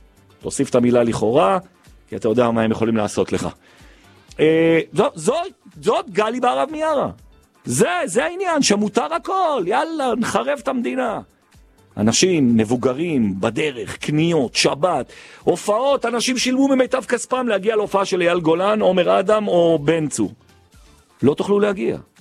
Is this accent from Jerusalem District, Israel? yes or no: yes; Jerusalem, Jerusalem District, Israel; אנחנו ירושלמים